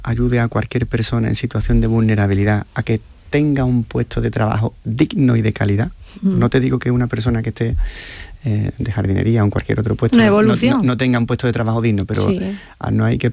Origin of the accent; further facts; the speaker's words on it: Seville, Andalusia, Spain; sabemos que somos sevillanos, que somos andaluces